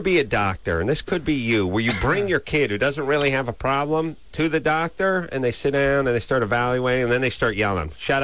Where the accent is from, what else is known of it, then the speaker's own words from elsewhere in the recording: Los Angeles, California, United States; nobody I grew up with in North Hollywood had this disease.